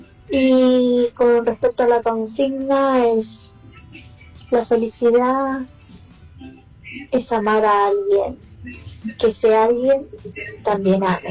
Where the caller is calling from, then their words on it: Gregorio de Laferrere, Buenos Aires Province, Argentina; de Gregorio Laferrer.